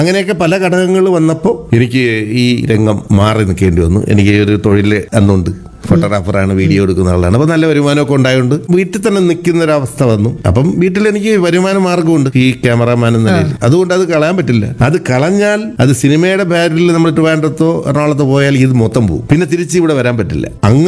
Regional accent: Paravur, Kerala, India; എന്റെ നാട്ടിൽ തന്നെ ഞാൻ ചെയ്യുമായിരുന്നു

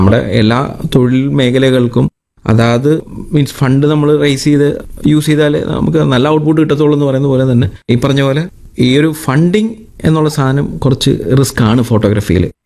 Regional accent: Kollam, Kerala, India; എന്റെ നാട് കൊല്ലമാണ്. കൊല്ലത്ത് കരിക്കോട് എന്ന് പറയും. ടികെ എഞ്ചിനീയറിംഗ് കോളേജിന്റെ അടുത്തായിട്ട് തന്നെയാണ് വീട്. ഞാൻ പഠിച്ചത് സ്കൂൾ കാലഘട്ടം നാട്ടിൽ തന്നെയാണ്.

